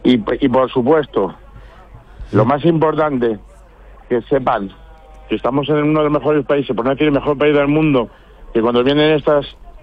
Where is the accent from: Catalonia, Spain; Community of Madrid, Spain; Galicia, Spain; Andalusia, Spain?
Community of Madrid, Spain; un pueblo unido y unos talegueros que damos ejemplo a toda la Comunidad de Madrid